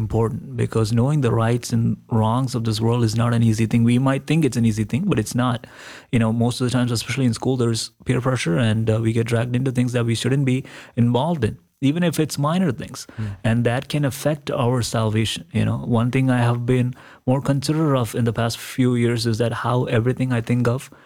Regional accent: Kerala, India; But other than that, you know, growing up in India, growing up in Kerala always brings a smile to my face when I think about it, because it's fond memories that, you know, will carry for the rest of my life.

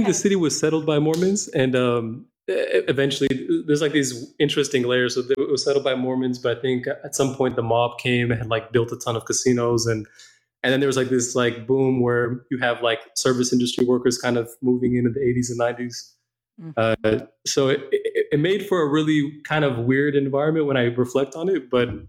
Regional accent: Las Vegas, Nevada, United States; And where I grew up in Vegas, it was very different. But but on the other hand, it was very clean and very new. The city was like settled, I think, or incorporated in like the early 1900s.

